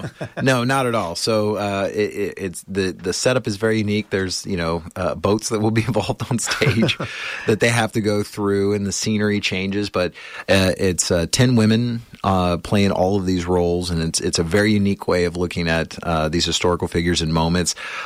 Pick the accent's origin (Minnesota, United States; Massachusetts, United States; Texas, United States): Texas, United States; I was from Texas, middle of nowhere, Texas. You know, my I don't come from money in any way.